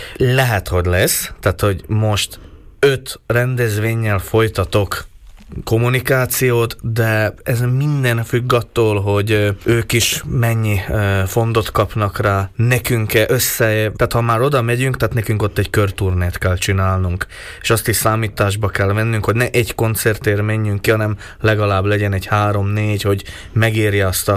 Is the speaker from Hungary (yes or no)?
no; Šamorín, Trnava Region, Slovakia; now in Portugal; hogy én 6 éve játszottam utoljára a saját szülővárosomba. 6 év távlatába hamarabb hívtak el Portugáliába, mint Somorjára.